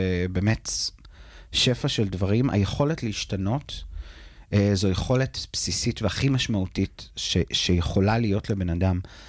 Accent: Tirat Carmel, Haifa District, Israel; now in Tel Aviv, Israel; אני במקור מטירת הכרמל, כדי לצאת מהפריפריה ולעשות את מה שאני רוצה לעשות, ולהתעסק בתחום הזה שאני כל כך אוהב, אני חייב לעבור לתל אביב.

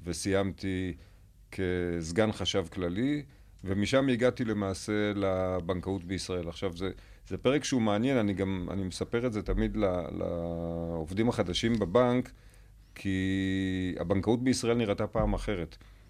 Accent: Jerusalem, Jerusalem District, Israel; אני ירושלמי

